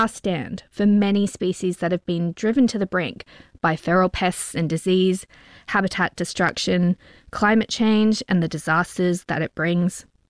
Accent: Australia; Every time I go back to my hometown, there are new chunks of vital gum tree habitat missing. Even the property where I grew up has been cleared.

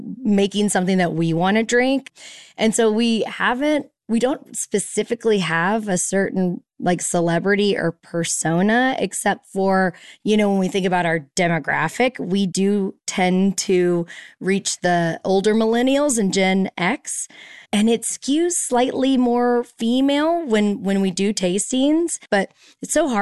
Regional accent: Louisville, Kentucky, United States; I'm from Louisville, Kentucky.

